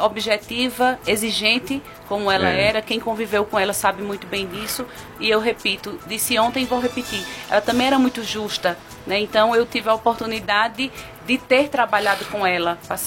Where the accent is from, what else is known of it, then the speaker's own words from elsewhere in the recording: Caruaru, Pernambuco, Brazil; born there; de poder estar vice-prefeita da minha cidade, de onde eu nasci, de onde minha família criou raízes, né, enfim, e poder estar me dedicando a Caruaru.